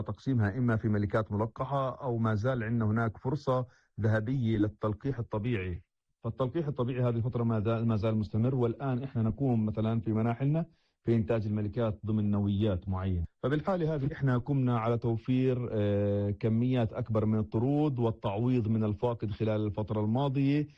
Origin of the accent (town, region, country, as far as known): Palestine